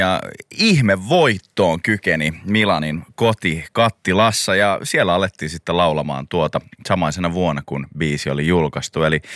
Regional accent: Helsinki, Uusimaa, Finland; Minä olen Helsingistä

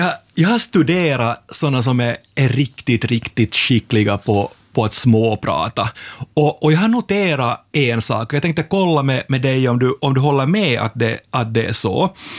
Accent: Kirkkonummi, Uusimaa, Finland; No, jag kommer från Kyrkslätt.

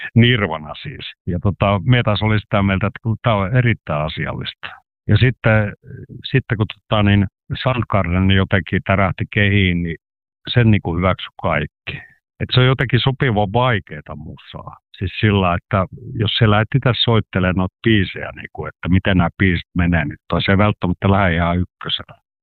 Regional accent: South Karelia, Finland

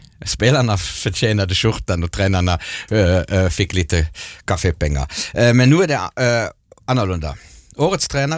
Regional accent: Germany; moved away; mitt hemland, Tyskland.

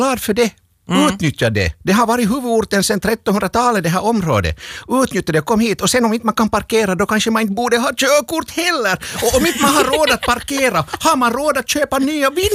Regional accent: Vaasa, Ostrobothnia, Finland; also born or lived in Kvevlax; jag växte upp i Kvävlax och i Vasa under min barndom.

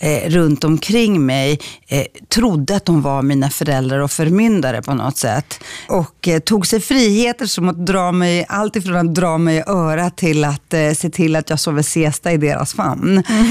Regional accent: Greece; Swedish is a second language; Vilket man har gjort till exempel då i mitt hemland Grekland, att allting kollapsar

